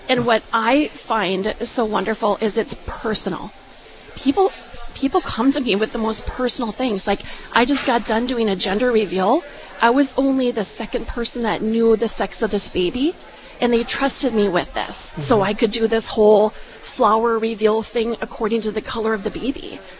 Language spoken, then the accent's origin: English; Lake Park, Minnesota, United States; I'm a small town girl. Like, I was born and raised in Lake Park. I still live in Lake Park.